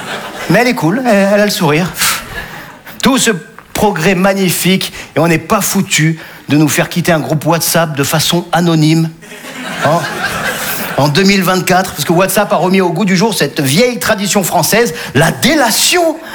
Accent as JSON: {"language": "French", "town": "Nice", "region": "Provence-Alpes-Côte d'Azur", "country": "France", "said": "je les écoute depuis que j'étais étudiant à Nice, il y a 20 ans. Eh ouais, je suis niçois, les amis, ouais. Eh ouais, humoriste niçois."}